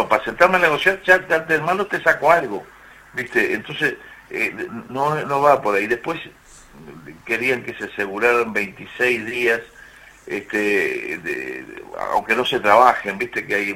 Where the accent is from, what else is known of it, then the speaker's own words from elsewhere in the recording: Durazno, Uruguay; Durazno, nosotros somos de Durazno.